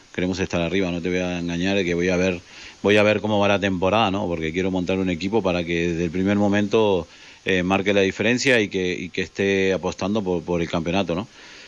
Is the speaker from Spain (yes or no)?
yes; Rubí, Catalonia, Spain; me sentí muy orgulloso porque yo soy de aquí de Rubí